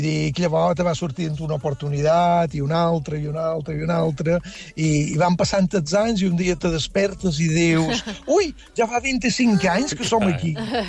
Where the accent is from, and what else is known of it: Felanitx, Balearic Islands, Spain; now in New York, United States